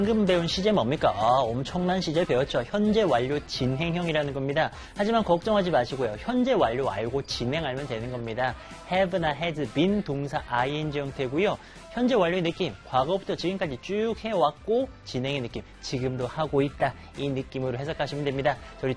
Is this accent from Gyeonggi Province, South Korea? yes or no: no; Busan, South Korea; moved away as an adult; now in near Seoul, South Korea; 제가 부산 출신이거든요. 부산에서 20년 살았습니다.